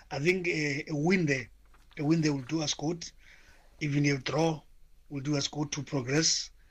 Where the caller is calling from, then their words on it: Cofimvaba, Eastern Cape, South Africa; from Kofimvaba, Eastern Cape.